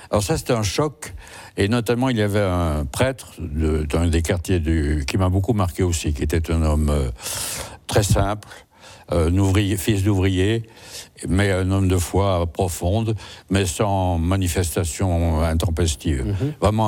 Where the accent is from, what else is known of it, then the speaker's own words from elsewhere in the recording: Saint-Étienne, Auvergne-Rhône-Alpes, France; Alors je suis originaire d'une ville en sinistrée qui est Saint-Étienne, qui jadis était une ville quand j'étais enfant très prospère, qui aujourd'hui est au fond du gouffre.